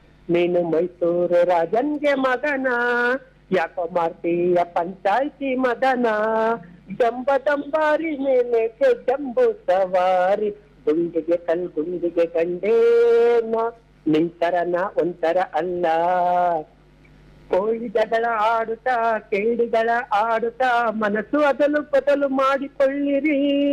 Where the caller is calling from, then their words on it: Bengaluru, Karnataka, India; ಬೆಂಗಳೂರಿನಿಂದ